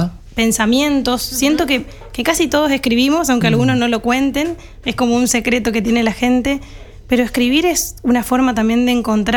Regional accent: Resistencia, Chaco, Argentina; born there; es una chica que nació en Resistencia

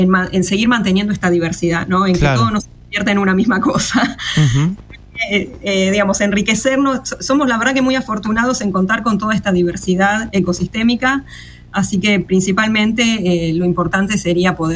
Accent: Argentina; en el norte de nuestro país

